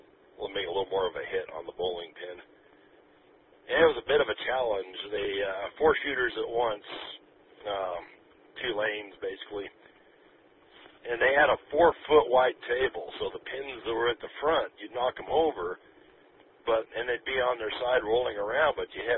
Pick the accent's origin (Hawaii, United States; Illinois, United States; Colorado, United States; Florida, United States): Colorado, United States; Denver; I grew up in Montbello. My dad, W0DFW, still lives in that house in Montbello. In between Peoria and Chambers.